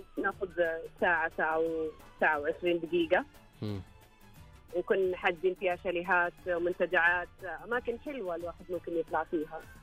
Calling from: Tabuk, Tabuk Province, Saudi Arabia

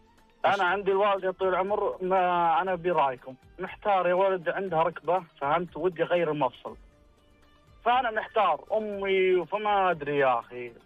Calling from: Riyadh, Riyadh Province, Saudi Arabia; من الرياض تحديدا خريص

